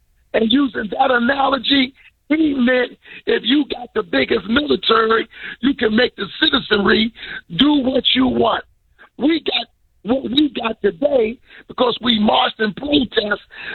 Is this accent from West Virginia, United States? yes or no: no; Washington, District of Columbia, United States; I work on Capitol Hill. I live on Capitol Hill. Born and raised in the District of Columbia.